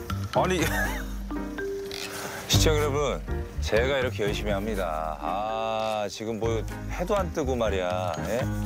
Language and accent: Korean; Yesan, South Chungcheong, South Korea; born there; 저 예산.